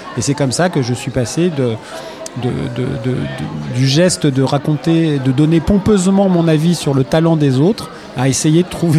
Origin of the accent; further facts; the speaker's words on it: Lyon, Auvergne-Rhône-Alpes, France; born there; moved away; J'ai commencé le journalisme à 18 ans à Lyon, où je suis né